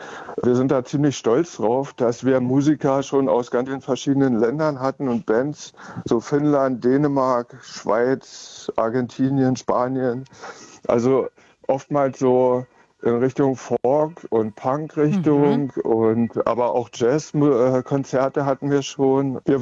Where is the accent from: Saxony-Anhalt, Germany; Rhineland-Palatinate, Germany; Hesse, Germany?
Saxony-Anhalt, Germany; Kalbe; ich komme aus Kalbe und ich fühle mich hier ziemlich wohl, obwohl es auch Phasen gab, wo ich nach Berlin wollte, als junger Punk damals, so mit 18, 20.